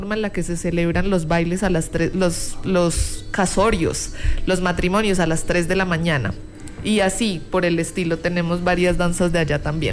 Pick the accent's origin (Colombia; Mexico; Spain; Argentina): Colombia; Monguí, Boyacá; Yo soy del pueblo más lindo que tiene Boyacá, con el perdón de todos los oyentes. pero además supremamente orgullosa de ser de esa tierra preciosa.